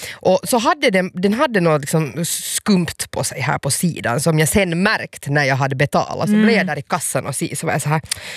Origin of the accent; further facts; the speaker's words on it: Hanko, Uusimaa, Finland; Det är min hemstad, man pratar mera finska där än vad man pratar svenska.